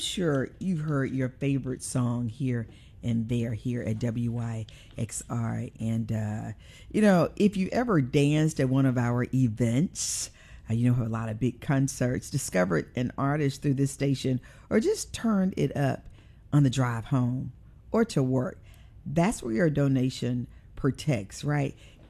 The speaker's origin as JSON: {"language": "English", "town": "Memphis", "region": "Tennessee", "country": "United States", "said": "I'm from Memphis."}